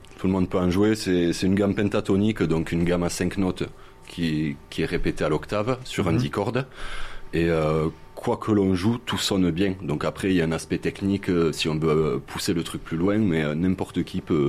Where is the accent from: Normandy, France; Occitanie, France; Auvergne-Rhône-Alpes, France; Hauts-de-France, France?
Occitanie, France; Decazeville; Oui. Comme je l'ai dit, je suis originaire de Casseville.